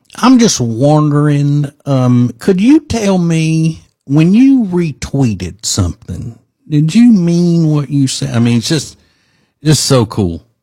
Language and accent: English; Louisiana, United States; born or raised there; now in Charlotte, United States